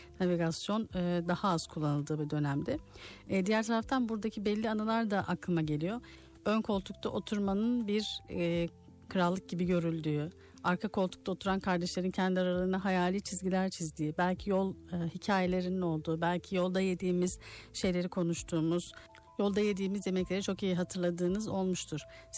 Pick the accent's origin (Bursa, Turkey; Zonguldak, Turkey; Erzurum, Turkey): Erzurum, Turkey; biz Erzurum'da büyüdük ve ulaşım yani İstanbul'a gelmenin zor olduğu bir yerdi.